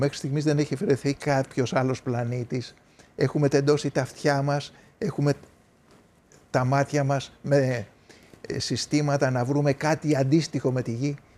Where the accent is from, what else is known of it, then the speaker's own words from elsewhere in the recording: Greece; Είμαστε μια κοινωνία, είμαστε ένα σύνολο σαν Έλληνες, σαν Ευρωπαίοι, σαν παγκόσμιοι άνθρωποι